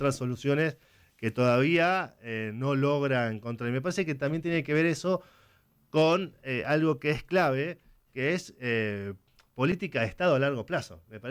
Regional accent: Argentina

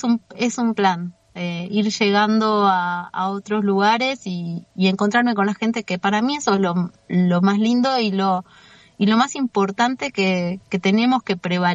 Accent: Trevelin, Chubut, Argentina; acá, en Trevelin, en mi pueblo

